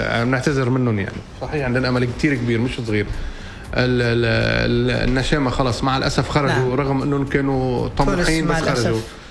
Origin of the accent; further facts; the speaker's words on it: Lebanon; أنا كلبناني